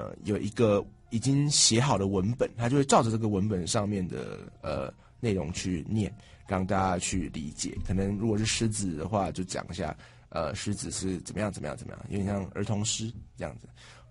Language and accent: Chinese; Changhua County, Taiwan; 但是刚好琴芳是我高中的学妹，然后又是我们彰化人